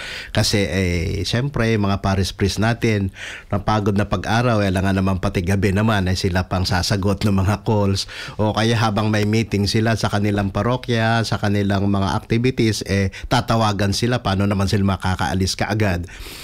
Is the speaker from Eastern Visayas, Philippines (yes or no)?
no; Tarlac, Central Luzon, Philippines; now in Sydney, Australia; Ako po ay taga-Tarlac.